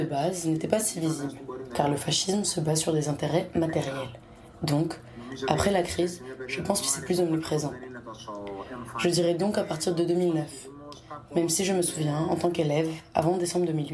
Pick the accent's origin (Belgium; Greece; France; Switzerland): Greece; Athens, Attica; moi, j'ai pas grandi dans le centre, j'ai grandi à Héliopolis, en dehors du centre.